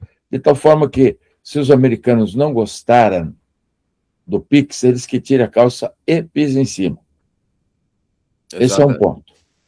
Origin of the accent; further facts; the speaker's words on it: Curitiba, Paraná, Brazil; born there; Nós somos brasileiros, nascidos em Curitiba, Paraná, Brasil.